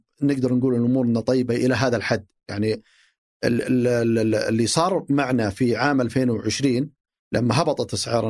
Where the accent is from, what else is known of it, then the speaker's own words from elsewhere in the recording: Saudi Arabia; عندنا في السعودية